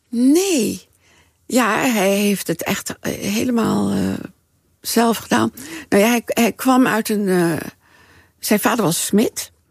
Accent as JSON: {"language": "Dutch", "town": "Haarlem", "region": "North Holland", "country": "Netherlands", "tie": "born or raised there", "said": "Maar ik ben in Haarlem geboren."}